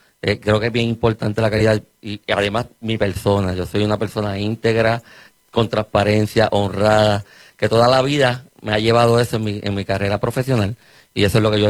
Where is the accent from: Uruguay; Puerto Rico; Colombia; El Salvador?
Puerto Rico; Cataño; Yo soy de Cataño. Uh-huh. Toda mi vida, prácticamente casi toda mi vida, soy residente y vivo en Cataño.